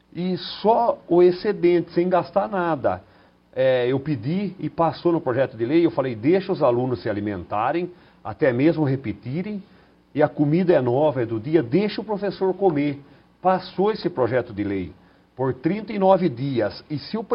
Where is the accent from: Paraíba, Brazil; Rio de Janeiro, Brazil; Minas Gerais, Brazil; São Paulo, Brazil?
São Paulo, Brazil; Sorocaba; eu vim da periferia de Sorocaba